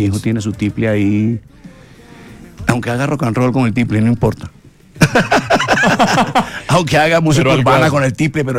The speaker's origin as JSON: {"language": "Spanish", "town": "Santa Marta", "region": "Magdalena", "country": "Colombia", "said": "Sí, soy un delfín samario."}